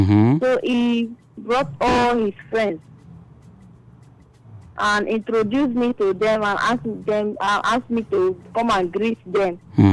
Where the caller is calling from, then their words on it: Port Harcourt, Rivers, Nigeria; I'm calling from Rumola and I'm a first time caller.